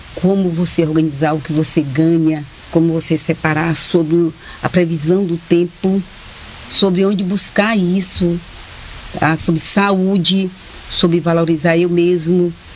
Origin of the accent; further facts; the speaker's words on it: São Luís, Maranhão, Brazil; moved away as an adult; now in Santa Catarina, Brazil; Eu vim de São Luís do Maranhão, né? Morava no Maranhão, trabalhava lá de cobradora de ônibus, né? Eu decidi vir embora para Santa Catarina.